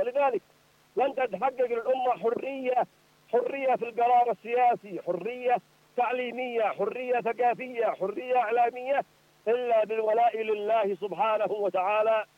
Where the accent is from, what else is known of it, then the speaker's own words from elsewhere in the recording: Yemen; فنحن كشعب يمني